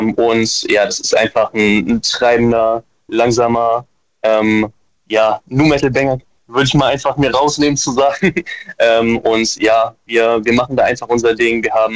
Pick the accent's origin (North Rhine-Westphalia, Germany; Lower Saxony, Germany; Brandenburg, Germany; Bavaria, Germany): Lower Saxony, Germany; Braunschweig; Wir kommen aus Braunschweig und Umgebung.